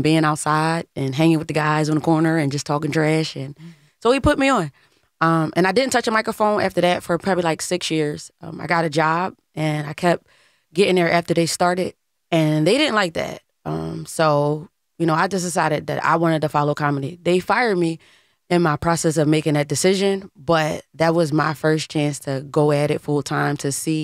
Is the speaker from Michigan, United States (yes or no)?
no; Philadelphia, Pennsylvania, United States; I grew up in North Philadelphia, so a guy from my block named Chris Kennedy, he was already in comedy.